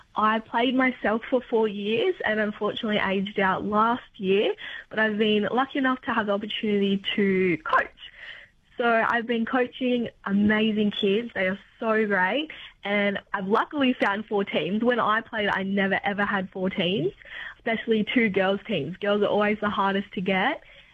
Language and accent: English; Taree, New South Wales, Australia; Taree most of my life.